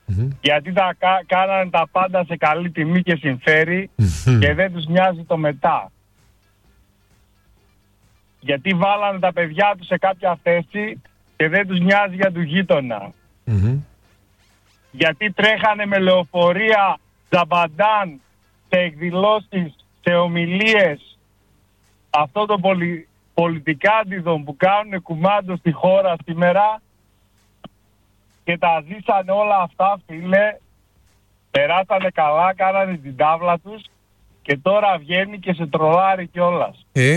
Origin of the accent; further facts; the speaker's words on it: Greece; moved away as an adult; now in England, United Kingdom; Εγώ είμαι Έλληνας. Ναι. Μεγάλωσα όμως στην Ελλάδα. Πήρα ελληνική νοοτροπία, ελληνική ιστορία, ελληνικό διαβατήριο και με το που το πήρα έφυγα τρέχοντας.